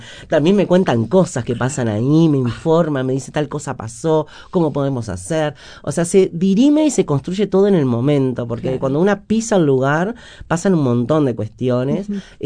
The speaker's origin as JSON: {"language": "Spanish", "town": "San Carlos", "region": "Maldonado", "country": "Uruguay", "tie": "born or raised there", "moved": "yes", "said": "yo soy del interior. Yo soy nacida y criada en el interior y tengo un compromiso muy grande con el interior, porque cuando una se crió, yo me crié en los 90, en San Carlos"}